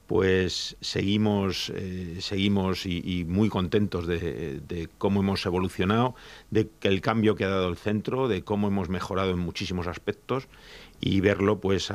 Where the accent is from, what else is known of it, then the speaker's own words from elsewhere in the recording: Madrid, Community of Madrid, Spain; yo no soy de extremeño, yo soy de Madrid